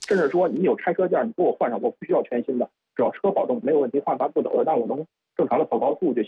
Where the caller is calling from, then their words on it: Hangzhou, Zhejiang, China; 尤其就是因为我是在那萧山那边